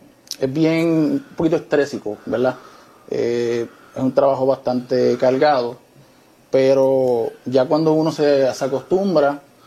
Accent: Carolina, Puerto Rico; Carolina.

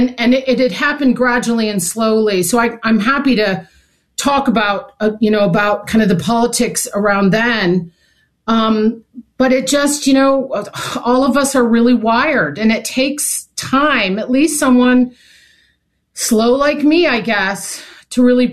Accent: Chicago, Illinois, United States; also born or lived in Hinsdale; I'm from Chicago. Parents and grandparents and aunts all lived in Southside. I was born in Hinsdale.

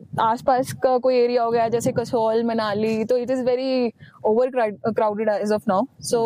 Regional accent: Haryana, India; हरियाणा से हूँ।

